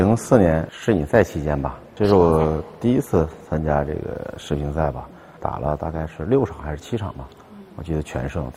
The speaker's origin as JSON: {"language": "Chinese", "country": "China"}